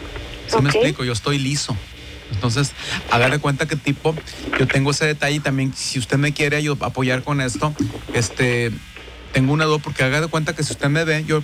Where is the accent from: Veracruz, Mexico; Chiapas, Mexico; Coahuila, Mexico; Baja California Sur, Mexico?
Coahuila, Mexico; Saltillo; como yo vengo de Saltillo, ya tengo nombre de mujer